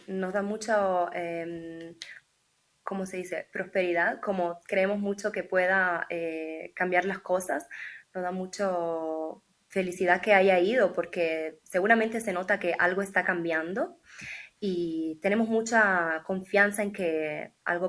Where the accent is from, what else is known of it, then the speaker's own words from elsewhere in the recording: Cuba; como cualquier cubano que se respete